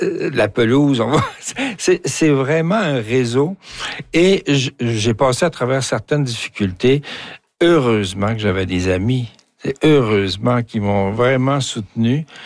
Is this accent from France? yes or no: no; Rivière-du-Loup, Quebec, Canada; moved away as an adult; now in Rouyn-Noranda, Canada; Je suis arrivé à la sortie de l'université à Rouyn-Noranda en 71. Puis je venais de Rivière-du-Loup, du bas du fleuve.